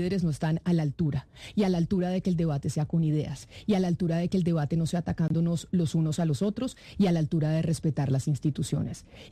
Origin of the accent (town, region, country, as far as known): Colombia